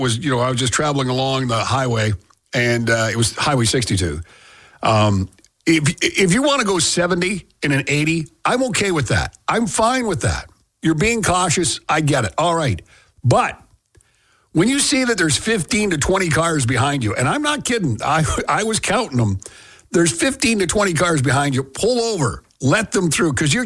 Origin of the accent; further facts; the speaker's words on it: Belleville, Ontario, Canada; moved away; I had to go back to Belleville for a school reunion. And so Belleville's my hometown, obviously.